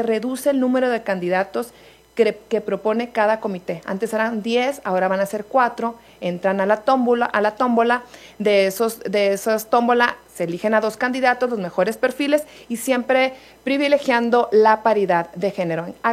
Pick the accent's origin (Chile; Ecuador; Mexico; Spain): Mexico; Hermosillo, Sonora; y también muchos medios de comunicación, de donde soy yo, de Hermosillo, son muy mentirosos y malinforman.